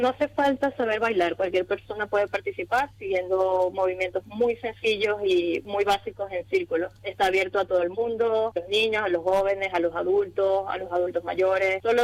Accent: Venezuela; now in Ceuta, Spain; Yo soy venezolana, llevo más de 4 años danzando con la asociación

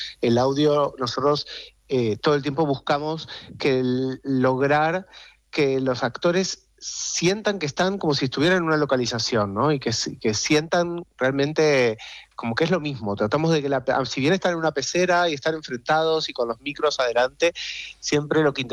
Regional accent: Argentina; accent: Argentine; he actuado todos los personajes todas las pequeñas partes de la serie las he tenido que hacer con mi acento argentin

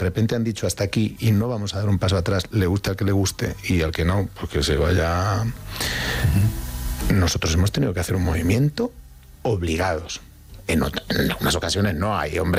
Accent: Getafe, Community of Madrid, Spain; yo y vivo en Getafe, en la casa en la que nací, con lo cual yo soy reivindico Getafe por un montón de razones.

